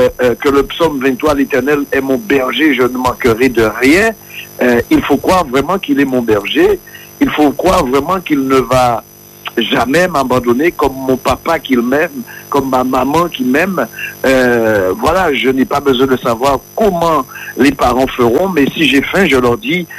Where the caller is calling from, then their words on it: Corbeil-Essonnes, Île-de-France, France; je vous appelle de Corbeil-Essonne.